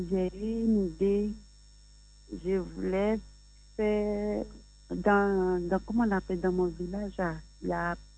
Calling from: Abidjan, Côte d’Ivoire; De Plateau.

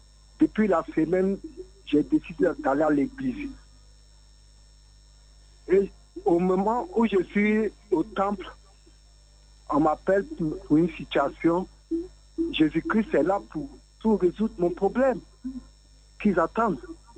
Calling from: Abidjan, Côte d’Ivoire; je vous appelle de Williamsville.

